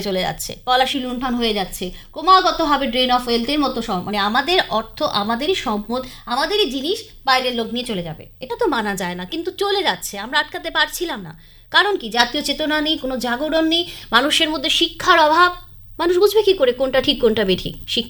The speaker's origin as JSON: {"language": "Bangla", "country": "India", "said": "কিন্তু আমরা একটা ভারতীয়, আমরা তো জন্ম থেকে ইংলিশ শিখে বড় হইনি, আমাদের মাতৃভাষা আমরা পড়াশোনা করেছি"}